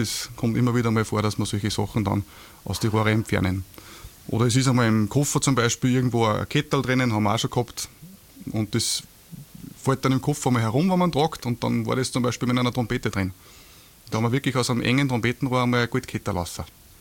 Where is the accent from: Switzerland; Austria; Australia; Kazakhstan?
Austria; Dörnbach; Genau, ich bin sogar ursprünglich aus Dörnbach. Also Dörnbach ist wirklich meine Heimatort. Ich bin auch in dieselbe Volksschule gegangen wie ihr.